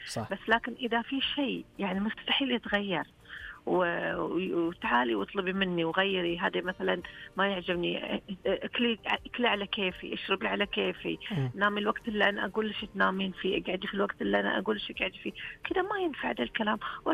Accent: Saihat, Eastern Province, Saudi Arabia; accent: Sihati (Saihat dialect); also born or lived in Al-Jawf; أنا بجي أتكلم لهجة الرياض وأنا لهجتي سهاتية، ما بغيرها. أنا قعدت 7 سنين في الجوف يا أبو الغيث، خليتهم يتكلمون سهاتي

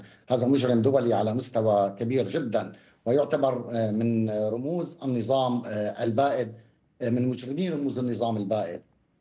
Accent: Latakia, Latakia Governorate, Syria; أنا كابن اللاذقية

